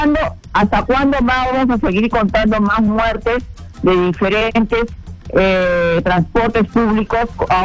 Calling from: Lima, Peru; yo vivo en Chorrillos

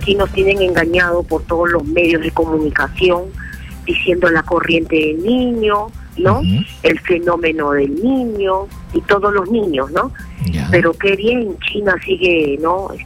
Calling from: Peru; de acá de La Victoria.

